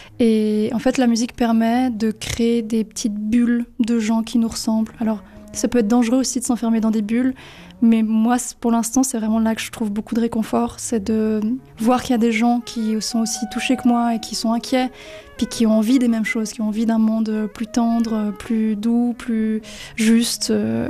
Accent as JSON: {"language": "French", "region": "Valais", "country": "Switzerland", "tie": "born or raised there", "said": "j'ai grandi, je vis en Valais, j'adore être en montagne."}